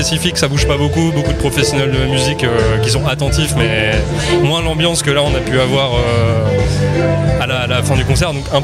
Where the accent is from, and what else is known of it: Normandy, France; now in Caen, France